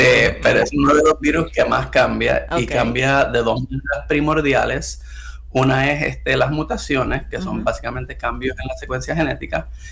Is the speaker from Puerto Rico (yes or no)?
yes; Río Piedras, Puerto Rico; Sí, pues yo me crié en Río Piedra. Estudié en la High de la Universidad de Puerto Rico